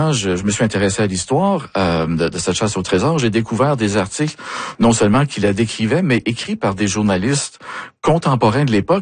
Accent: Moncton, New Brunswick, Canada; la maison de mon enfance à Moncton, à Sunnybury

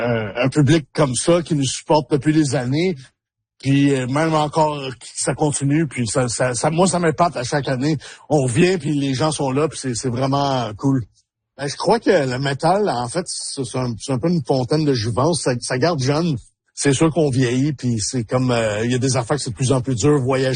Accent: Canada; c'est quand même notre chez nous au Canada

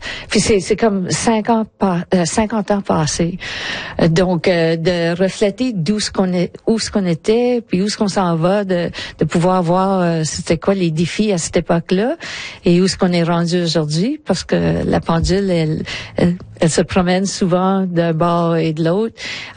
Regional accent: Lille, Hauts-de-France, France; Ouais, ça représente un peu mon enfance à Lille.

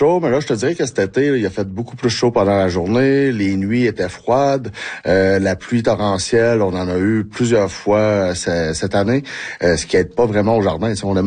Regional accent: Sept-Îles, Quebec, Canada; quand j'étais jeune à Sept-Îles.

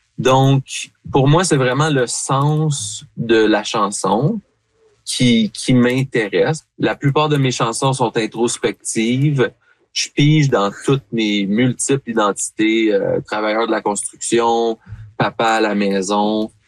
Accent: Gatineau, Quebec, Canada; also born or lived in Ottawa, Ontario; now in British Columbia, Canada; Moi, je suis né à Ottawa. Mon père vient de Sudbury, grande famille franco-ontarienne. Okay. Ma mère vient de la rive sud de Montréal, donc famille francophone. Mais pour ma part, d'avoir grandi à Gatineau

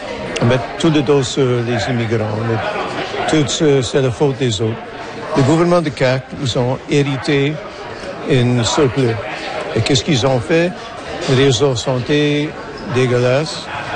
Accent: Quebec, Canada; born there; French is a second language; Je suis né au Québec, je parle en français en dépit du système scolaire à l'époque.

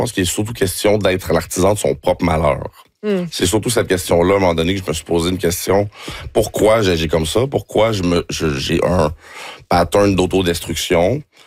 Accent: Montreal, Quebec, Canada; born there; Mais je suis né à Montréal-Nord, par exemple.

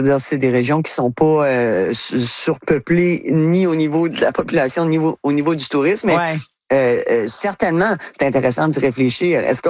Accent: Saint-Clément, Quebec, Canada; chez nous à Saint-Clément

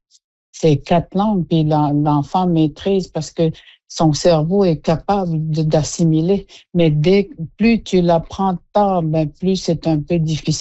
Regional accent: Canada; first language Innu; French is a second language; toute la famille, toute la maison parlait Inou. C'est un peu comme ça. J'ai appris le français quand j'ai commencé l'école. À 6 ans, je crois, j'apprenais à écrire et à comprendre le français.

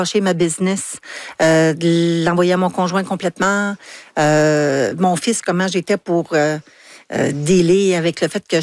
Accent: Anjou, Quebec, Canada; J'ai dit oui aussi parce que c'était Anjou qu'on me proposait. Mm. C'était chez nous, mon patelin, les gens que je connaissais, les organismes que je connaissais

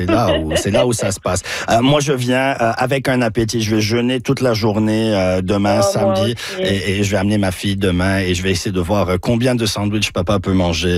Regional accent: Lebanon; mes origines libanaises. Une fois, j'ai dit à un auditeur que j'ai rencontré, « Ah oui, d'ailleurs, je suis Libanais. » Il m'a répondu, « Oui … on le sait. »

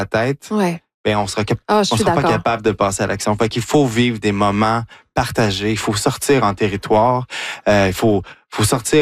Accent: Chicoutimi, Quebec, Canada; born there; also born or lived in Montréal; Mais sinon, c'était Québec, Valcartier, bon, Montréal, une bonne partie de ma vingtaine. Chicoutimi. Je suis né à Chicoutimi, moi.

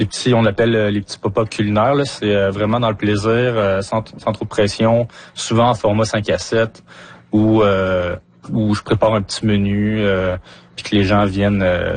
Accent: Mont-Tremblant, Quebec, Canada; moved away as an adult; now in Amos, Canada; Non, moi, je viens de Mont-Tremblant. Je suis arrivé en novembre 2022 à Amos.

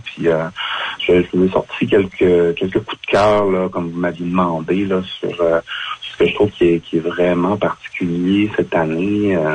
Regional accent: Trois-Pistoles, Quebec, Canada; Ouais, ben je suis originaire de Trois Pistoles, donc j'ai grandi dans un cocon de création artistique et de diffusion culturelle assez exceptionnelle.

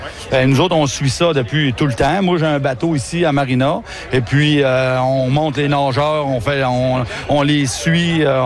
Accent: Saint-Gédéon, Quebec, Canada; moved away as an adult; now in Dolbeau-Mistassini, Canada; moi, je suis originaire de Saint-Gédéon. Maintenant, j'habite à Dolbeau depuis 25 ans.

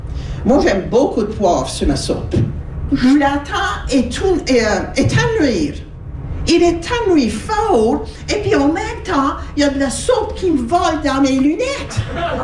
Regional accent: Baie-Sainte-Marie, Nova Scotia, Canada; Ben moi, je viens de Baie-Sainte-Marie.

